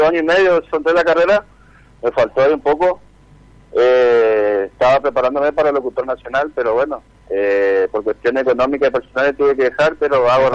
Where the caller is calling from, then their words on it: Resistencia, Chaco, Argentina; Soy de Resistencia